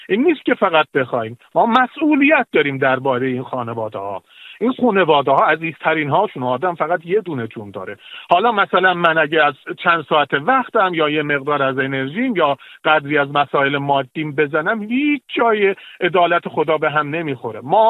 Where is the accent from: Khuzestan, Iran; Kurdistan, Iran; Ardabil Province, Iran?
Ardabil Province, Iran; Ardabil; منم اهل اردبیل هستم،